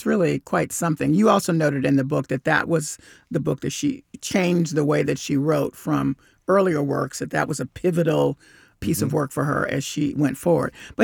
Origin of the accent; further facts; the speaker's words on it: Bible Belt, United States; because I grew up in the Bible Belt. And so there's all kinds of discussion about faith and religion day in and day out.